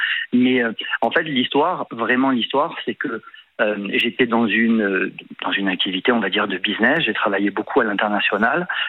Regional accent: Aix-en-Provence, Provence-Alpes-Côte d'Azur, France; De temps en temps, après moi je viens de Aix-en-Provence au départ.

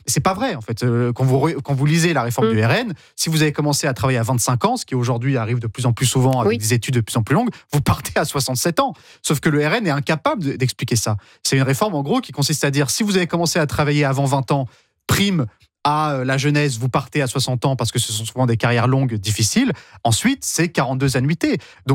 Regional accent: Paris, Île-de-France, France; en tant que vrai parisien

